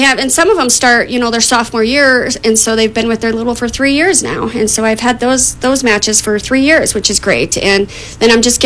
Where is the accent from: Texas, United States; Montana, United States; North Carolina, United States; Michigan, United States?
Montana, United States; Butte; Also, Butte, born and raised, been here all my life.